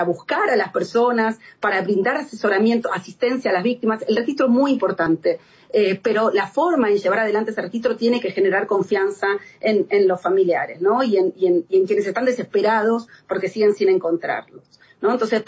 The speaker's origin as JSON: {"language": "Spanish", "country": "Argentina", "said": "Vengo de Argentina"}